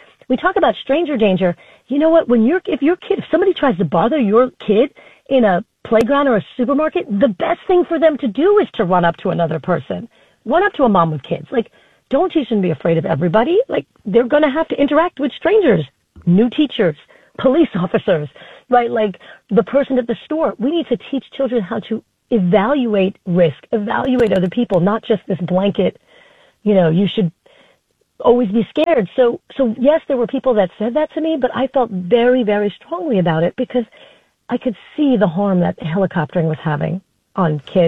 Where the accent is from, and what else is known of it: Flushing, New York, United States; born or raised there